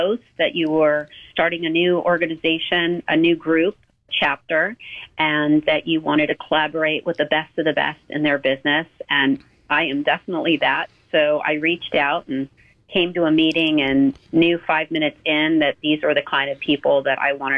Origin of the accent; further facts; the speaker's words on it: California, United States; I was brought up in the San Fernando Valley, so I am a valley girl through and through.